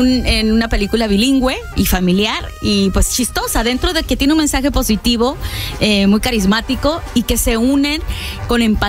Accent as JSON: {"language": "Spanish", "country": "Mexico", "moved": "as an adult", "lives_now": "United States", "said": "Soy recién emigrada de México y te voy a explicar."}